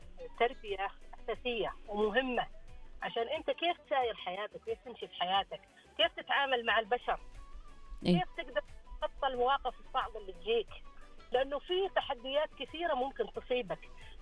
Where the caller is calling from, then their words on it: Riyadh, Riyadh Province, Saudi Arabia; من الرياض.